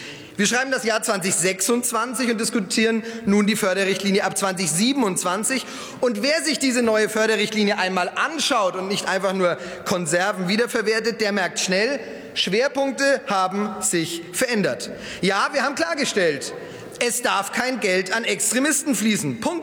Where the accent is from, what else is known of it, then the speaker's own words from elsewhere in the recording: Erlangen, Bavaria, Germany; Es ist doch demokratisch nicht zu erklären, dass zum Beispiel in meiner Heimatstadt Erlangen eine Partnerschaft für Demokratie ein Begleitgremium Beschluss über Geldverteilung fasst